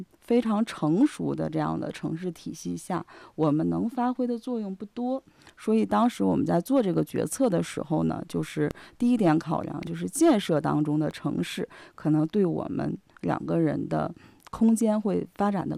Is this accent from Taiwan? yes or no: no; Anshan, Liaoning, China; moved away as an adult; now in Ordos, China; 我是辽宁人，